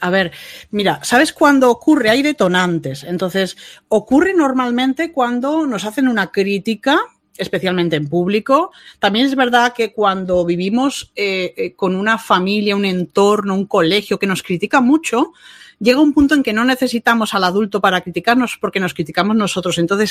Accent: Málaga, Andalusia, Spain; also born or lived in Bilbao; pero es que luego yo vivo en Málaga y yo me he criado aquí, pero yo vengo de Bilbao.

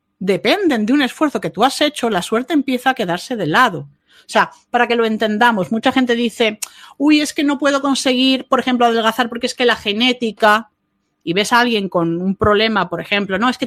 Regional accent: Málaga, Andalusia, Spain; born or raised there; also born or lived in Bilbao

